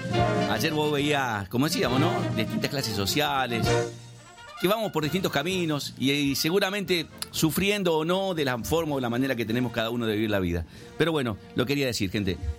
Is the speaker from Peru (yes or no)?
no; Argentina; Así somos los argentinos.